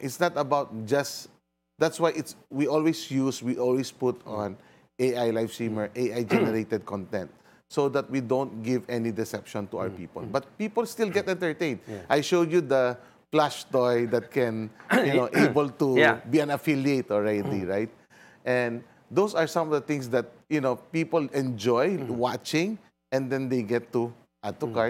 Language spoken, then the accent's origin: English; Philippines; as a Filipino digital natives